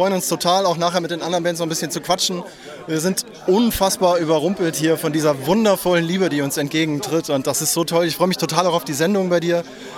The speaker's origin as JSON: {"language": "German", "town": "Gummersbach", "region": "North Rhine-Westphalia", "country": "Germany", "said": "ich selber komme wir kommen alle aus der Ecke"}